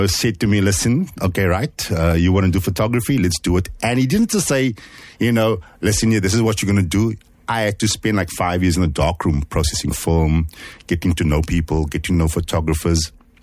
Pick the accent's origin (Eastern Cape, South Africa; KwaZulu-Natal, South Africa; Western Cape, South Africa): Western Cape, South Africa; Cape Town; me coming from Alexander Sinton, growing up in the Cape Flats in the 80s.